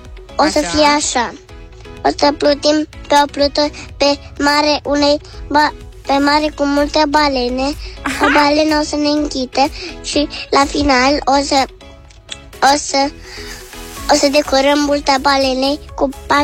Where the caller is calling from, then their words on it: Iași, Iași County, Romania; din Iași, am 4 ani.